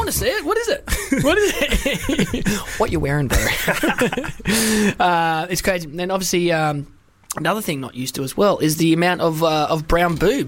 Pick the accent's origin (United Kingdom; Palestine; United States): United Kingdom; born there; you're officially British now, even though I was born in Britain, so I am.